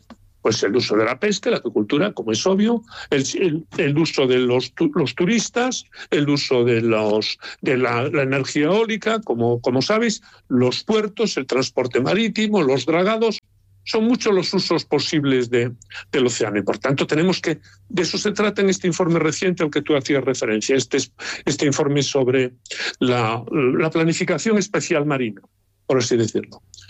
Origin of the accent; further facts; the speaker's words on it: Galicia, Spain; siendo yo gallego